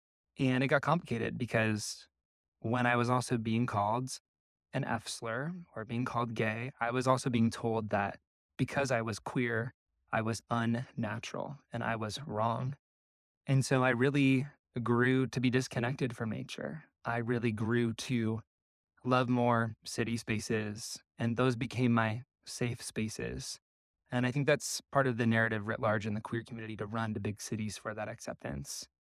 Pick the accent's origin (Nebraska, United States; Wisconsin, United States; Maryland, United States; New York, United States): Nebraska, United States; moved away; growing up in Nebraska, nature was my first safe space as a queer kid. I knew I was queer at a very young age.